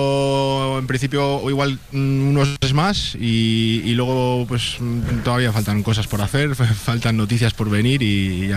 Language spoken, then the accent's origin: Spanish; Bilbao, Basque Country, Spain; moved away as an adult; now in Chattanooga, United States; Pues soy de Bilbao, vine aquí a trabajar a principios de año y aquí sigo